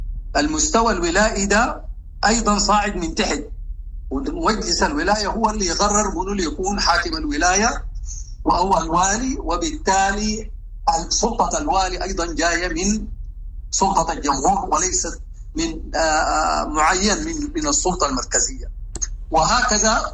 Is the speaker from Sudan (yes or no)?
yes; Sudan; دي نحن عندنا في السودان ما حصلت منذ الاستقلال والى اليوم.